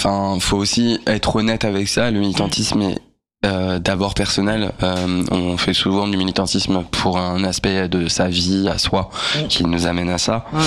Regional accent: Tours, Centre-Val de Loire, France; Parce que moi en fait j'ai grandi à Tours.

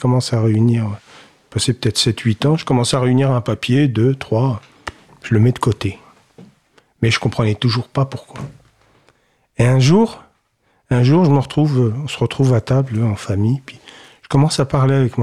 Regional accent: Algeria; now in France; Moi, je suis né en Algérie. Je n'aime pas ce mot issu de l'immigration. Pour moi, j'ai une origine, j'ai une culture, j'ai une langue.

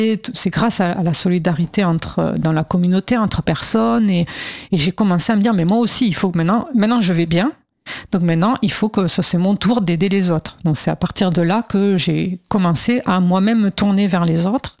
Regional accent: Occitanie, France; mais quand on vient du Gers, on trouve pas ça perdu du tout.

